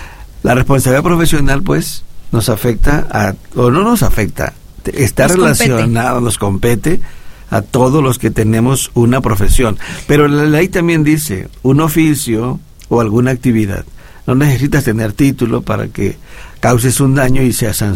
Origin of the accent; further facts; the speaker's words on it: Guerrero, Mexico; Yo, pues, vengo de Guerrero, pero estuve investigando que aquí en Morelos está en el artículo 248 del Código Penal del Estado de Morelos.